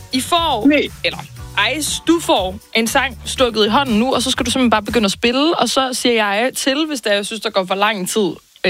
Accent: Viborg, Central Denmark Region, Denmark; Jeg er jo fra Viborg selv

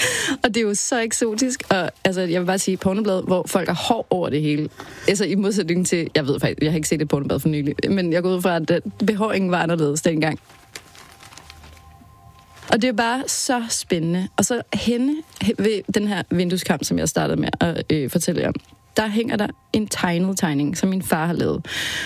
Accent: Copenhagen, Capital Region of Denmark, Denmark; born there; det hører vi hjemme i Vanløse

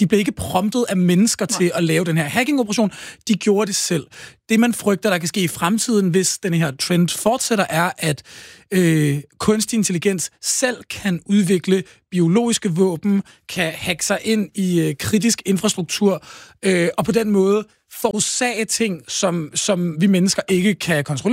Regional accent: Istanbul, Turkey; Jeg er vokset op i Istanbul.

